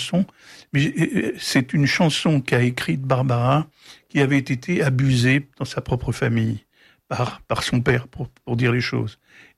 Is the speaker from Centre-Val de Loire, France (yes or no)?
no; Paris, Île-de-France, France; J'ai dit bah non, moi je serais bien resté, mais je suis parisien, je veux quand même retrouver ma famille à Paris, donc je suis remonté à Paris, et j'ai cherché du boulot.